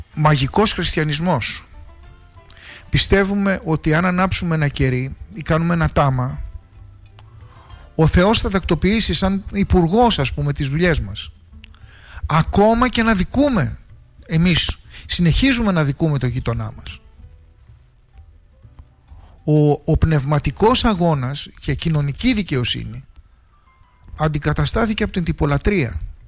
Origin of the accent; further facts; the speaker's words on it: Greece; Είμαστε Ορθόδοξοι επειδή είμαστε Έλληνες.